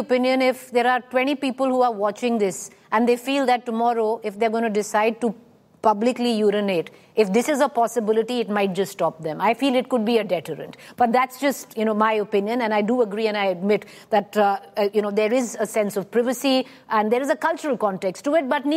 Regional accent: Rohtak, Haryana, India; My hometown, Rohtak in Haryana

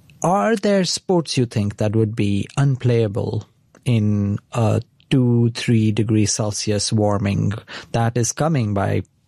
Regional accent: India; moved away; So I grew up in India, and in India, cricket is the national obsession.

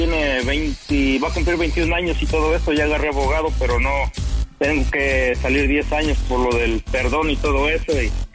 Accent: Mexico; moved away as an adult; Sí, estoy casado, pero pues ya vengo casado desde México, panda.

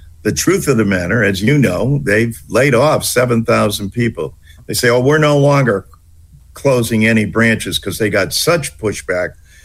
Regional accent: East Hartford, Connecticut, United States; I've yet to have anyone raise their hand except once in my hometown of East Hartford.

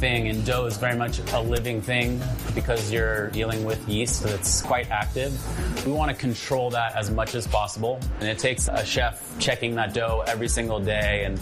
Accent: West Coast, United States; I'm from the West Coast.

